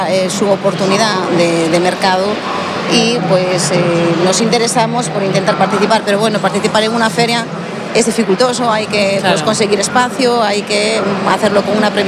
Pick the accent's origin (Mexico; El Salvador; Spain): Spain; Galicia; yo soy de la Ría de Vigo.